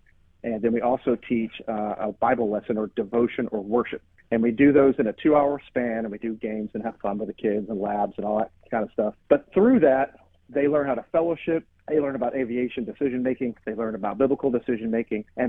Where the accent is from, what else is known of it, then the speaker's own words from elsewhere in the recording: Georgia, United States; I'm originally from Northeast Georgia, and that's where we raised our family.